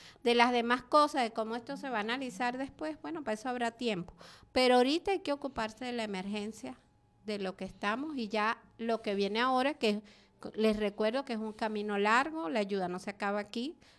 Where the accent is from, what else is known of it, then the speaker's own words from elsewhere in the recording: Venezuela; Recuérdense quiénes somos, cómo somos los venezolanos, los de aquí, los de allá, los de todos lados.